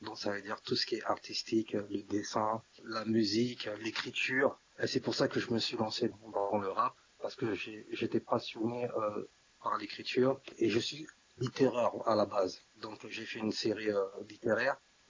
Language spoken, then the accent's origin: French; Bangui, Central African Republic; now in Los Angeles, United States; moi, j'ai grandi en République centrafricaine à Bangui.